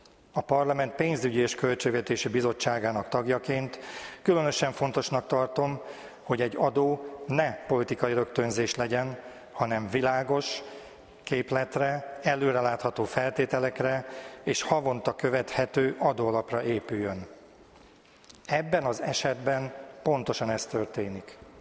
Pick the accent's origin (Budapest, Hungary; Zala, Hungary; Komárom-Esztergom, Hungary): Zala, Hungary; Gellénháza; Az alajdombok között, a nagylengyeli olajmezőbány eszeti központjában, Gellénházán nőttem fel. A telkünkről nap mint nap láttam a hatalmas ezüstös olajtartályokat, a szomszéd telken működő olajhimbát